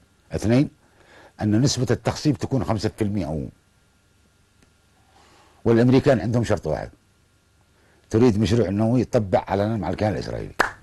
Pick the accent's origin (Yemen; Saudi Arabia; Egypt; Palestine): Yemen; لأن هذه بلدنا وأرضنا يا جماعة